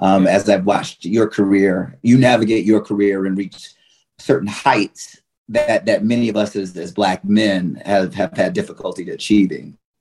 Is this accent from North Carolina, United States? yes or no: no; Middletown, Connecticut, United States; But I was born in Middletown, like I said, to a family where I was the youngest of five. At the time of my upbringing, we were in what would be considered low income housing in a place called Long River Village.